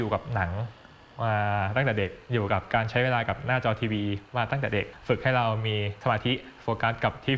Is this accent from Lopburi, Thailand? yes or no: yes; Lopburi, Thailand; ก็เป็นคนลพบุรีเลยครับเกิดที่ลพบุรีโตที่ลพบุรีเรียนที่ลพบุรีก็เรียกว่าคุ้นเคยผูกพันกับที่นี่เต็มๆเลย